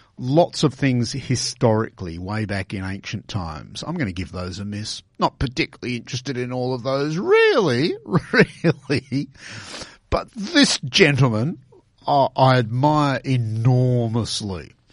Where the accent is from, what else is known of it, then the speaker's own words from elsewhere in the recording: Australia; as an Australian